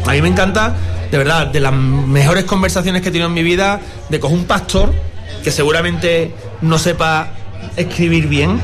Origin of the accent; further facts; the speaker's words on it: Seville, Andalusia, Spain; Yo soy de Sevilla, he venido desde pequeño.